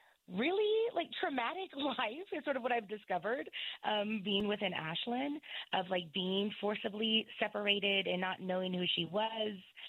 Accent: United States; first language Native language (unspecified); English is a second language; I was born and raised on my reservation. My Native language is my first language.

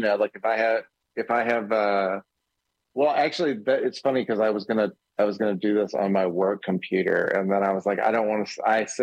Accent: Memphis, Tennessee, United States; also born or lived in New York; I moved home from New York to Memphis, thinking it was just going to be like a short-term thing. And I think 2008.

